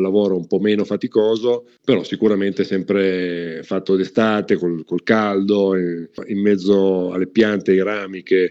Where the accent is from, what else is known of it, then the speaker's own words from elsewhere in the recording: Turin, Piedmont, Italy; born there; Mio nonno ovviamente abitava, è rimasto ad abitare a Cornigliano d'Alba, mentre io sono nato a Torino, dove mio padre si era trasferito per svolgere l'attività appunto di commercio d'ingrosso.